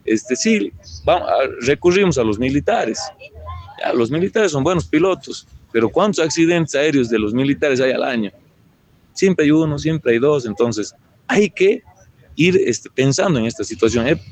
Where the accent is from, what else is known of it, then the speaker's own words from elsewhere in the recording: Bolivia; nosotros como bolivianos